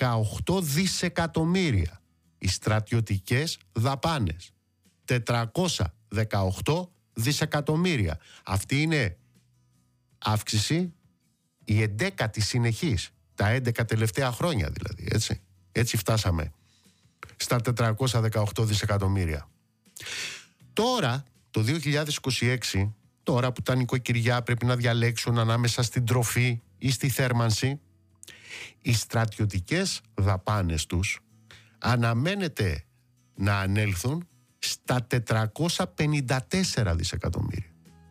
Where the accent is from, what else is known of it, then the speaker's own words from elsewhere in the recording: Greece; εμείς ως Έλληνες, ως Ελλάδα